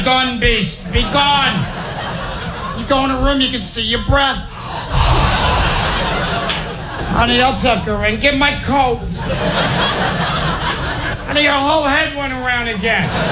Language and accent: English; New England, United States; We're from New England.